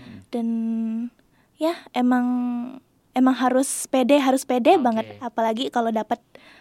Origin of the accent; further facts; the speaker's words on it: West Kalimantan, Indonesia; Oke, kalau dari aku kan dari Kalimantan ya, Kalimantan Barat. Dan di sana itu kurang banget teaternya, maksudnya bahkan kayaknya gak ada deh di teater di sana.